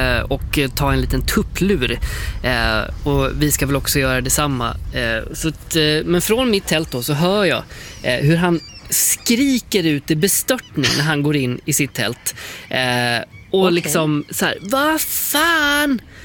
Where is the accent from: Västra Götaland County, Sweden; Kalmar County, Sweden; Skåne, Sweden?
Kalmar County, Sweden; Kalmar; nära där jag växte upp i Kalmar